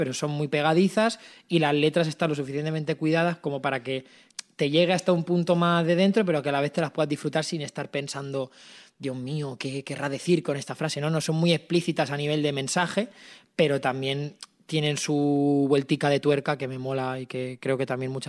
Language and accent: Spanish; Castelldefels, Catalonia, Spain; now in Madrid, Spain; Yo voy a Madrid, vivo en Madrid, cuando me preguntan, ¿tú eres de Barcelona? Y digo, bueno, yo soy de Castelldefels, la verdad.